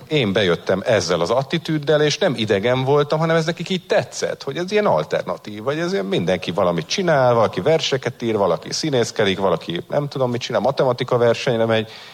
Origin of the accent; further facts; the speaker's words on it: Gencsapáti, Vas, Hungary; Én egy faluban nőttem föl, Nyugat-Magyarországon, Gencsapátiban